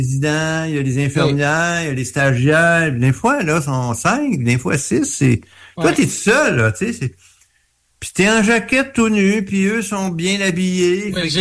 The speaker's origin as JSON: {"language": "French", "town": "Montreal", "region": "Quebec", "country": "Canada", "said": "moi, je viens de Montréal, donc je viens de Montréal, mais j'habitais dans l'est de Montréal"}